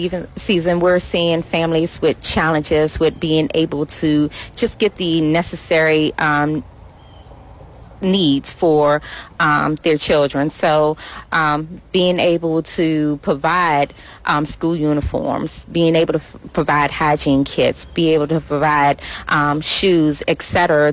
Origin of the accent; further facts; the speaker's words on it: Washington, District of Columbia, United States; Growing up in Southeast Washington, D.C., I was always a recipient of back-to-school events.